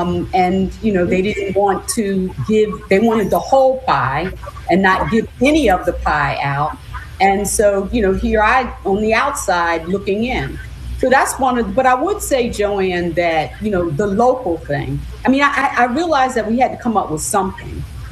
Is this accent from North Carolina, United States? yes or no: no; Philadelphia, Pennsylvania, United States; We feel kind of proud, you know, because we're all here from Philadelphia.